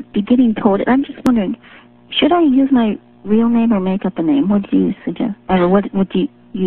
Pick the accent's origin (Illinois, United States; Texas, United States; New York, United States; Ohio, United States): Illinois, United States; Chicago; I'm from Chicago, Hillary Clinton's hometown.